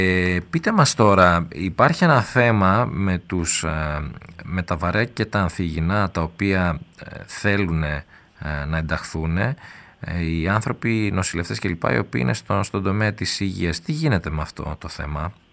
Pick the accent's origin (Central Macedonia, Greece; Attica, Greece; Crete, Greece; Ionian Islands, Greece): Central Macedonia, Greece; Katerini; Εγώ από εκεί που είμαι, κύριε Ξάνθη, από την Κατερίνη